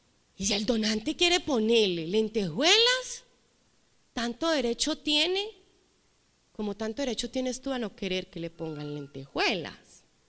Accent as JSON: {"language": "Spanish", "town": "Envigado", "region": "Antioquia", "country": "Colombia", "said": "nosotros somos de Medellín, específicamente de Envigado, Antioquia? Entonces, en la casa donde actualmente yo vivo, de hecho, es una casa de dos pisos."}